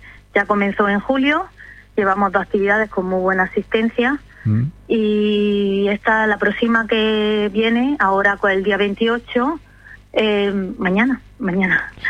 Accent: Almería, Andalusia, Spain; cómo somos los almerienses

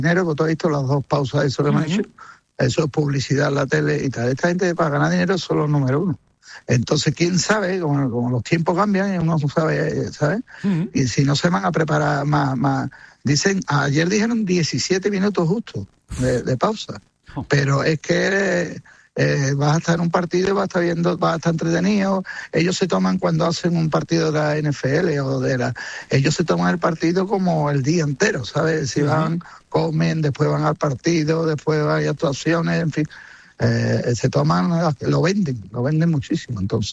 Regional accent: Spain; Para que nadie se enfade de la pasión roja española, porque somos españoles

